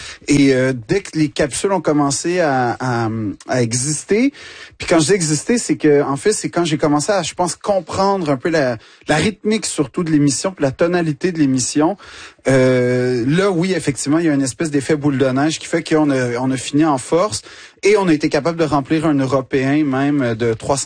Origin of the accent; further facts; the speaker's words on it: Quebec, Canada; now in France; je suis Québécois. Donc, en fait, je suis pas un Français, je suis un Québécois qui est en France.